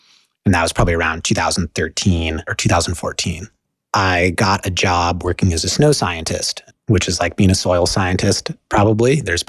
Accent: Fairbanks, Alaska, United States; I'm from Fairbanks, Alaska.

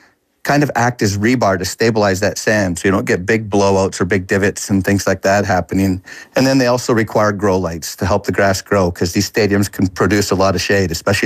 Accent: Canada; I'm an avid fan, and I'm a Canadian, so I'll be cheering for several teams, including Canada.

